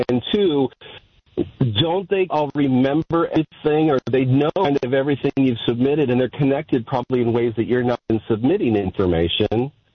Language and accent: English; California, United States; now in Michigan, United States